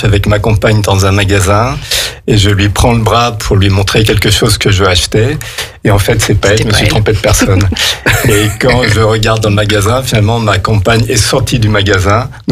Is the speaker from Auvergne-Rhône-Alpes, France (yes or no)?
yes; Lyon, Auvergne-Rhône-Alpes, France; born there; also born or lived in Normandy / Savoie; now in Aix-les-Bains, France; moi j'ai pas grandi en Normandie, né en Savoie, mais à Lyon